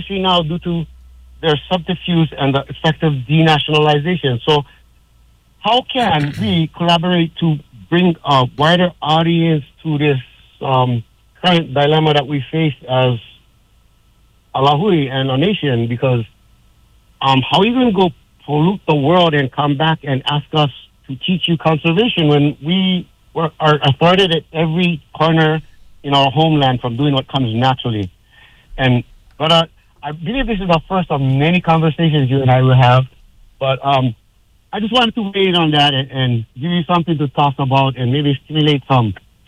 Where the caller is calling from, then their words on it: Hawaii, United States